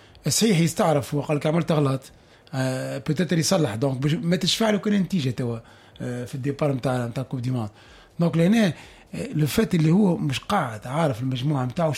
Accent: Tunisia; تو كتونسي

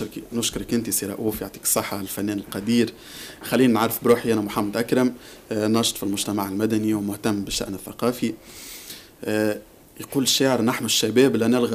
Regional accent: Tunisia; هنا انا كشاب تونسي كشاب عندي طاقه

